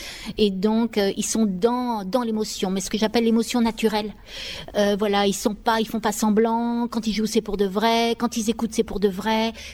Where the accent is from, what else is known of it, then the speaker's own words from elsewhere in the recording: Paris, Île-de-France, France; now in Ariège, France; moi, je suis une Parisienne, j'ai grandi à Paris, mais j'ai vite fui la grande ville. J'ai beaucoup voyagé